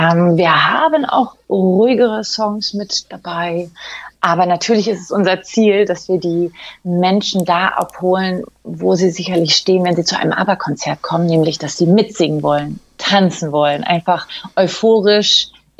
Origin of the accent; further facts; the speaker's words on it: Barby, Saxony-Anhalt, Germany; moved away; Ich komme nämlich ursprünglich aus Sachsen-Anhalt, aus Barbie.